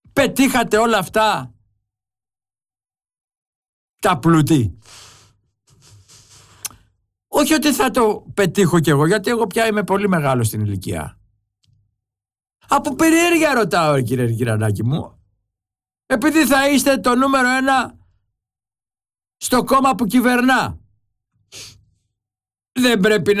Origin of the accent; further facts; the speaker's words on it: Greece; σαν Έλληνας, απλός πολίτης